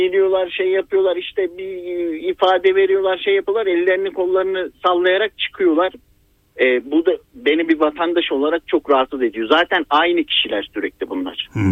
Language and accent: Turkish; Istanbul, Turkey; moved away as an adult; now in Konya, Turkey; Evet yani doğma büyüme İstanbulluyum ama işte ata yurduna döndük diyelim.